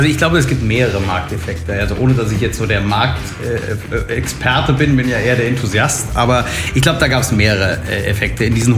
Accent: Bad Homburg, Hesse, Germany; born there; also born or lived in Northern Germany / Frankfurt; Habe als Dreijähriger an einem Kreisel in Bad Homburg gelebt.

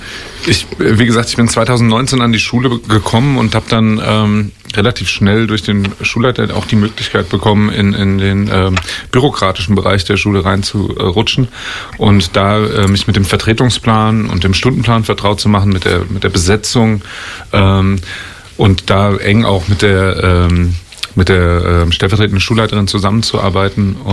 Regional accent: Mainz, Rhineland-Palatinate, Germany; Also, als Kind auf dem Lerchenberg aufzuwachsen, das war schon ein bisschen besonders, weil der Lerchenberg ist ja irgendwie Ende der 60er Jahre, Anfang der 70er Jahre gegründet worden und dann sind alle dahin gezogen.

